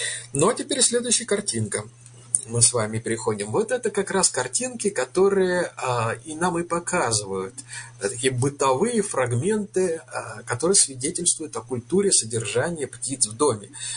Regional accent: Moscow, Russia; на Арбате, я там вырос, на Арбате, в арбатских переулках.

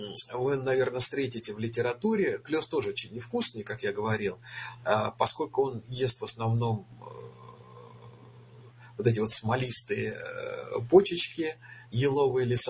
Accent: Moscow, Russia; Я помню, на Арбате, я там вырос, на Арбате, в арбатских переулках.

